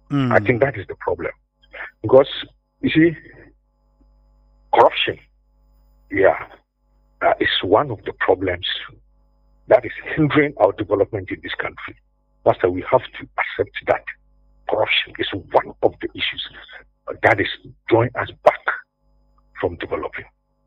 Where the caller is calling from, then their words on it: Addis Ababa, Ethiopia; I'm calling from Addis Ababa.